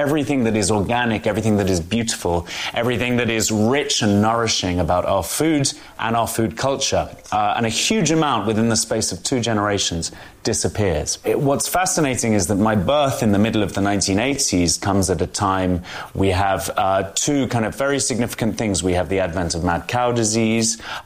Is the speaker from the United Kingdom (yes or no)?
yes; London, United Kingdom; I mean, one of the huge privileges of growing up in London, which is a city of over 8 million people and encompasses people from all over the world